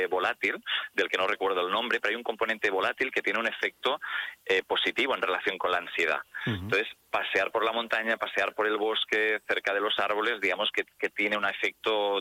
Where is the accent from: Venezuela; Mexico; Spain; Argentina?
Spain; Figueres, Catalonia; en mi tierra, que yo soy del Alt Empordà, de Figueras